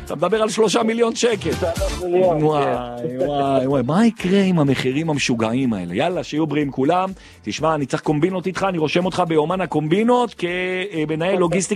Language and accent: Hebrew; Jerusalem, Jerusalem District, Israel; אני גדלתי שם, גם סיימתי את התיכון במקיף גילו.